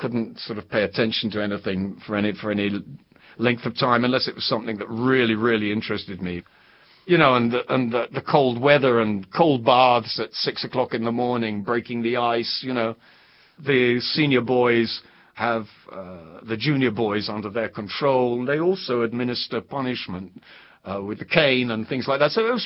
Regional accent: Beckenham, London, United Kingdom; born there; also born or lived in Kenya / Denmark / Germany / Italy; I was born in Beckenham, but we went straight to Kenya. My dad was a military man, and we traveled around a lot. We lived in Denmark, we lived in Germany twice, in Berlin and Lippstadt and Dortmund, Naples, South Yemen, Aden.

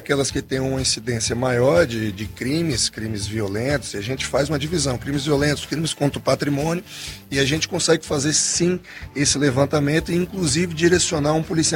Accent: Salvador, Bahia, Brazil; now in Brasília, Brazil; vim de outro estado, de outra cidade, de onde eu fui criado, e de Salvador, Bahia.

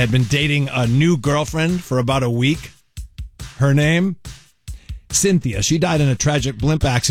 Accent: Concord, Massachusetts, United States; right near where I grew up in Concord, Mass.

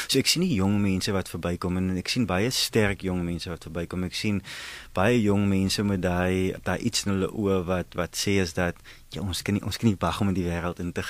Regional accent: Riversdale, Western Cape, South Africa; Riversdal, ek is laerskool en hoërskool daar, so daar ek is na die landbouskool toe, Oakdale, hoër landbouskool Oakdale toe

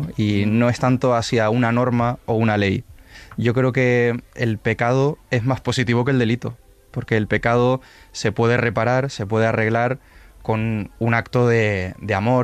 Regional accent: Canary Islands, Spain; now in Madrid, Spain; soy canario

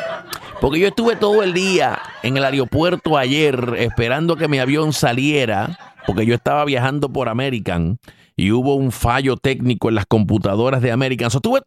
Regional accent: Caguas, Puerto Rico; como dicen, en mi pueblo dicen, ¡qué mamey! Allá en Caguas dicen, ¡qué mamey!

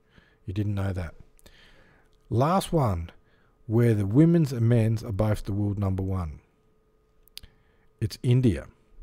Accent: England, United Kingdom; What about England? Because I'm English.

